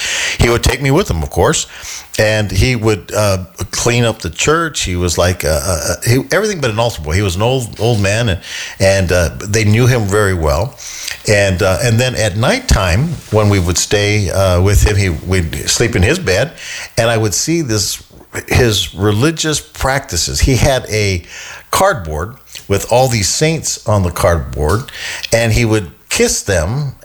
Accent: Phoenix, Arizona, United States; born there; also born or lived in Ajo, Arizona / Flagstaff, Arizona; When we moved to Phoenix, Arizona, we were raised the white way.

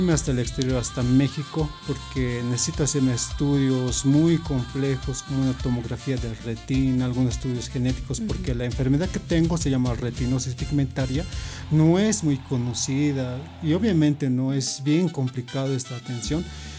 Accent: La Paz, Bolivia; mi hermosa ciudad de La Paz.

